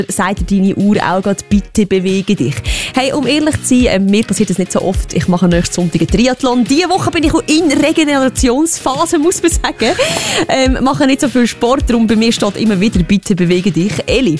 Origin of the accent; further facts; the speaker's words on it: Switzerland; Sind wir Schweizer?